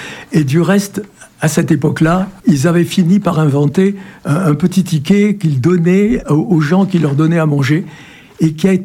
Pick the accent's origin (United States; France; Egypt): France; Périgueux, Nouvelle-Aquitaine; born there; Alors moi je suis né à Périgueux je suis déplacé plusieurs fois à Périgueux, étant à Grignoles, c'est jamais qu'à 5 km de 5 km de Neuvik.